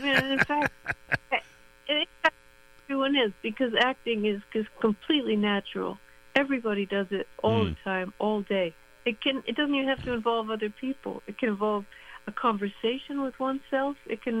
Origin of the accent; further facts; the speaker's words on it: New York, United States; also born or lived in London, England; Oh, well, I didn't grow up in London. I came here very early. So I was mostly in Harlem with my mother as a child, and that was, it was during the crack boom.